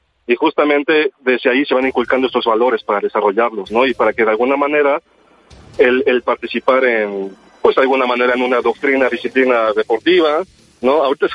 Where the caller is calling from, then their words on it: Xalapa, Veracruz, Mexico; se llamo de Jalapa.